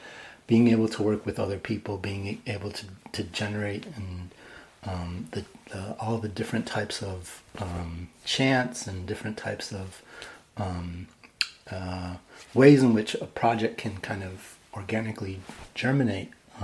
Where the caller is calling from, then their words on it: London, United Kingdom; I'm calling in from London, from my kitchen in London, on the east side, near Haggerston.